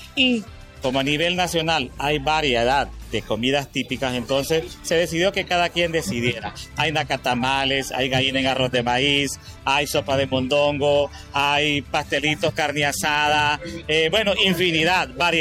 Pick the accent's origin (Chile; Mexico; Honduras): Honduras; nos identifica como verdaderos hondureños